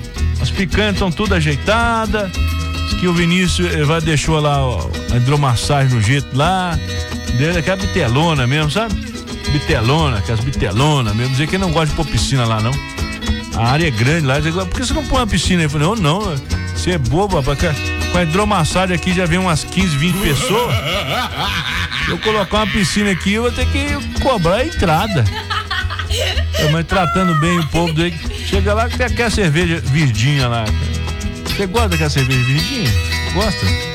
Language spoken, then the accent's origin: Portuguese; Ponte Nova, Minas Gerais, Brazil; born there; Lá em Ponte Nova, onde eu nasci